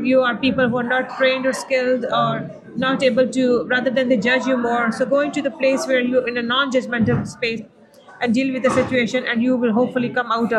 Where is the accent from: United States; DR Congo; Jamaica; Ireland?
Ireland; Cork, Munster